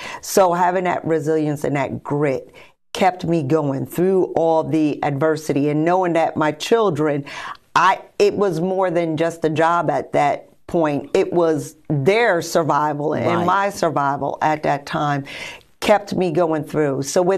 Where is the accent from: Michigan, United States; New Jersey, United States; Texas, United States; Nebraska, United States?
New Jersey, United States; Union; moved away as an adult; also born or lived in Richmond, Virginia / Portsmouth, Virginia / Lexington, Virginia; now in Florence, United States; So, born and raised in New Jersey, Union, New Jersey, for those fellow New Jerseyans that know a little bit about New Jersey. So, born and raised in Jersey, and then came down to Richmond, Virginia in about 2001 to be a police officer.